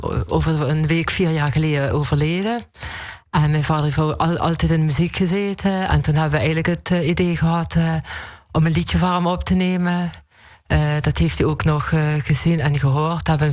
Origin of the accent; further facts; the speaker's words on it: Kerkrade, Limburg, Netherlands; is 52 jaar. Geboren en getogen in Eigenshoven, Kerkrade.